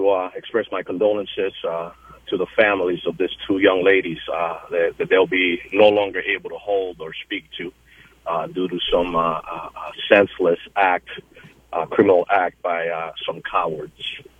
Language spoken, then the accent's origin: English; Santa Isabel, Puerto Rico; I was born and raised up in Puerto Rico. I grew up in one of the worst places at that time, Residencial Rincón Taíno in Santa Isabel, Puerto Rico.